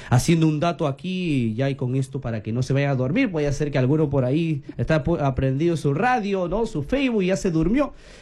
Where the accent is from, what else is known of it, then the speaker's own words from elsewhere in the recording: Peru; Si somos peruanos, el día de la fiesta de patria nos unimos juntos, en el fútbol somos peruanos, hinchas, luchamos por todo. Hoy que viene el Papa también, todos somos peruanos.